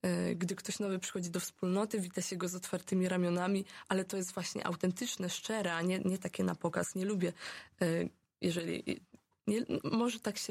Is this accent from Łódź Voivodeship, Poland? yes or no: yes; Andrespol, Łódź Voivodeship, Poland; Ja pochodzę spod Łodzi tak naprawdę, z Andrespola